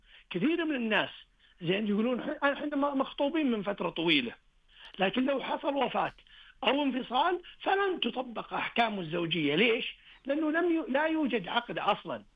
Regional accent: Saudi Arabia; طريقة العدول الرقي كمسلمين كعرب كسعوديين

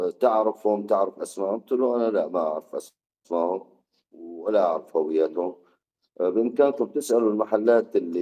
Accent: Raqqa, Raqqa Governorate, Syria; أنا تعاطف أهل الرقة ومدينتي وأهل سوريا كاملة

